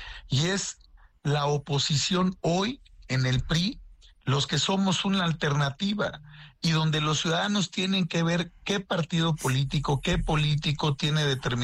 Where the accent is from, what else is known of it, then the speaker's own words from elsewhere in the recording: Mexico; somos mexicanos.